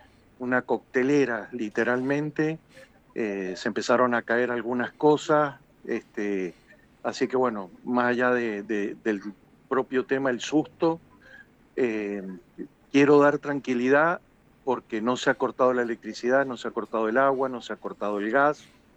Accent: Mendoza, Argentina; now in Panama; soy mendocino y bueno, vivimos en toda nuestra familia, vivimos acá en Panamá.

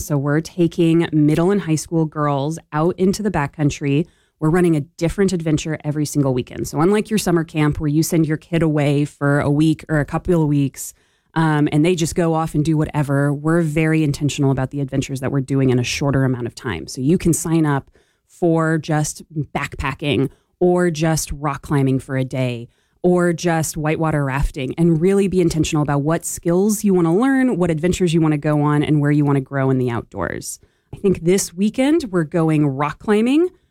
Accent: Boise, Idaho, United States; I also grew up in Boise. I grew up in the Treasure Valley and I was fortunate enough to be running around the foothills all throughout my childhood.

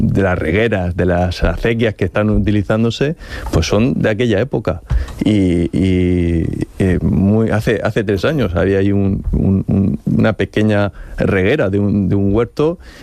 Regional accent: Monteagudo, Region of Murcia, Spain; y yo soy de allí, de Monteagudo, soy del pueblecito de La Cueva

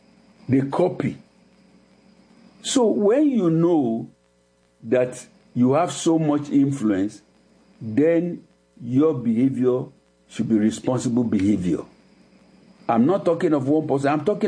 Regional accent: Nigeria; moved away; As I said, I came from Nigeria. Where I came from, there is no homelessness.

